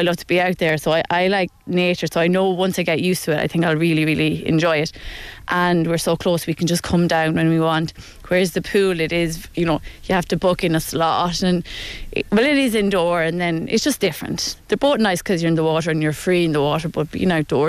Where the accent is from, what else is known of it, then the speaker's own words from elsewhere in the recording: Ballinagore, Westmeath, Ireland; I'm originally from Ballinagore, but I'm living in Turles Path, which is only about 10 minutes down the road as well.